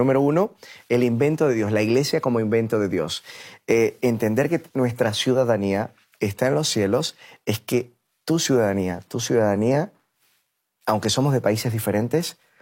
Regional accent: Venezuela; now in Spain; Un venezolano, por ejemplo, como es mi caso

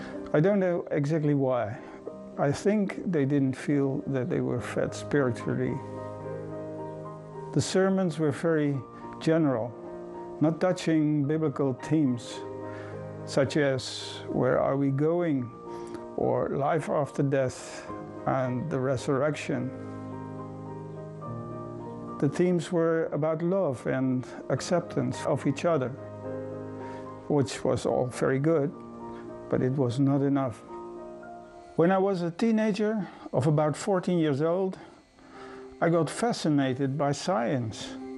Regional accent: Netherlands; I'm from Holland, from a Dutch Reformed family.

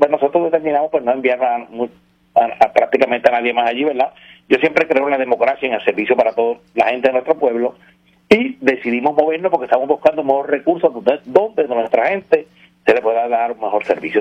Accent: Moca, Puerto Rico

